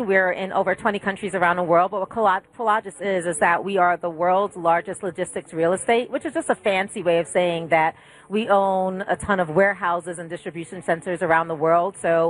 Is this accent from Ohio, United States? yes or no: no; New York, United States; now in Los Angeles, United States; As a New Yorker here in L.A.